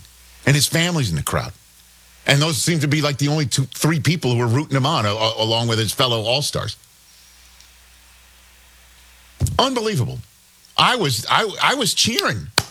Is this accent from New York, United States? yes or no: yes; New York City, New York, United States